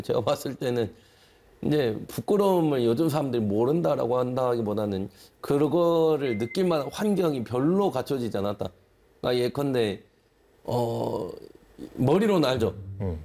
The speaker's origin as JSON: {"language": "Korean", "region": "South Jeolla", "country": "South Korea", "said": "제가 전라남도 사람이."}